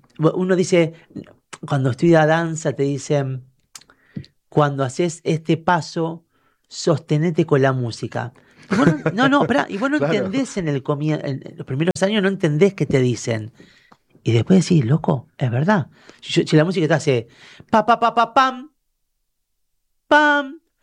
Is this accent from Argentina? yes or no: yes; Argentina